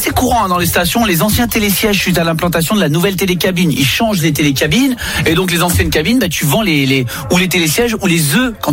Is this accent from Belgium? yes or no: no; South, France; Gérald, tu sais que je suis supporter de l'OM parce que je suis du Sud